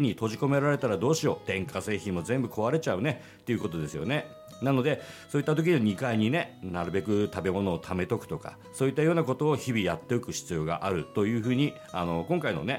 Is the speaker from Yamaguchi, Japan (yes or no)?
no; Sunagawa, Hokkaido, Japan; accent: Hokkaido dialect; 僕はもうね、生粋の北海道なんで、生まれがね、北海道のね、空知郡というところに、はい、砂川市というところなんですよね。